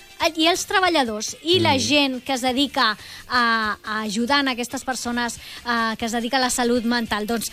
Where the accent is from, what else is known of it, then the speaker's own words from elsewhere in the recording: Balearic Islands, Spain; Jo sóc mallorquina